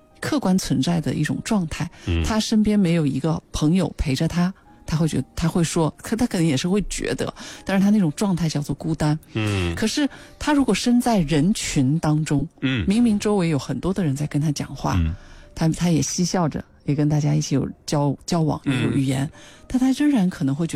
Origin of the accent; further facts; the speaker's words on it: southern China, China; 尤其我是个南方人